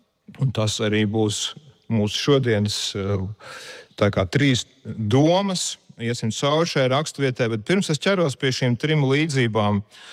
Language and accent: Latvian; Riga, Latvia; Mēs viestura uzaugām Rīgā blakus Biķernieku trasei, kur vienmēr bija šīs auto sasensības, kuras mēs gājām skatīties šie rēkoņi.